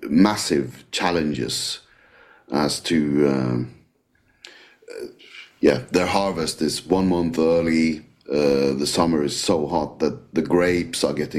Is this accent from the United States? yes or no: no; Norway; English is a second language; and I say I'm from Norway, it's not unusual to get the "Oh, Norway, black metal" comment.